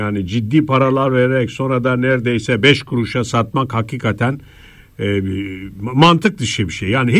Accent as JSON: {"language": "Turkish", "region": "Van", "country": "Turkey", "tie": "born or raised there", "said": "Van'ın içinden, merkezinden efendim. Mercümek Mahallesi derler bizim şey. Ben evet. orada büyüdüm, doğdum ama asıl Bahçesaray, yani köklerimiz orada."}